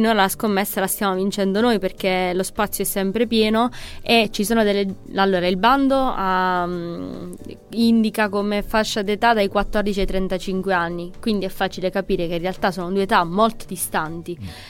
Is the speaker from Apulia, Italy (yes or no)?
yes; Apulia, Italy; moved away as an adult; now in Marche, Italy; come penso si è intuito dall'accento, vengo dalla Puglia, quindi giù sono sempre stata in centri, associazioni, insomma, vabbè, la realtà di giù è un po' diversa